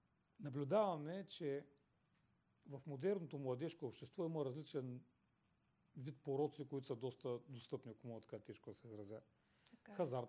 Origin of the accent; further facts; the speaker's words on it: Burgas, Burgas Province, Bulgaria; Ние имаме не само в Бургас, аз съм бургазлия, много се гордея с това